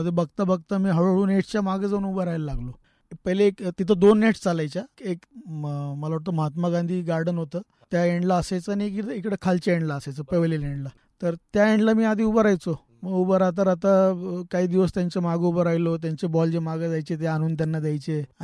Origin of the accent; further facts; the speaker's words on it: Bhingar, Maharashtra, India; माझं बालपण भिंगारमध्ये गेलं, माळगल्लीमध्ये।